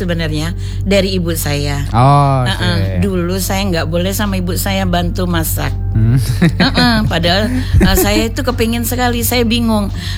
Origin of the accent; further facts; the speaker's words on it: South Sumatra, Indonesia; Karena kita kebetulan dari Sumatera Selatan.